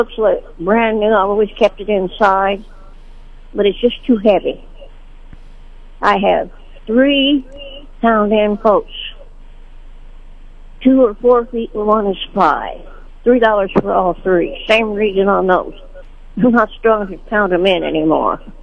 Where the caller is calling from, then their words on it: Sedalia, Missouri, United States; I'm calling from Sedalia.